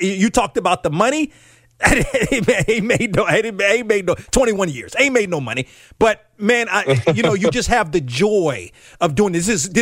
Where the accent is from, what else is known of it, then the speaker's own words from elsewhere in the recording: District of Columbia, United States; moved away as an adult; now in North Carolina, United States; Listen, I am originally from the Washington area. I come down here to North Carolina in 1999.